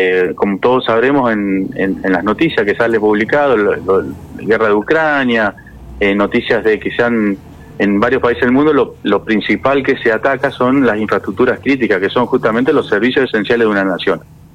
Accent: Concordia, Entre Ríos, Argentina; moved away as an adult; also born or lived in Paraná, Entre Ríos; now in Jesús María, Argentina; yo soy nacido en Paraná, Entre Ríos, me crié en Concordia.

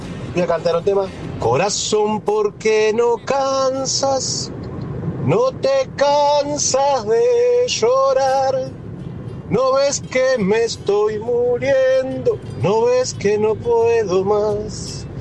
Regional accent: Liniers, Buenos Aires, Argentina; de Linier, bueno, hermoso, muchas gracias.

